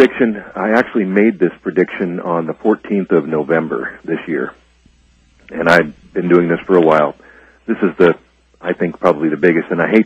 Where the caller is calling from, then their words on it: Salem, Oregon, United States; I'm calling you from Salem, Oregon.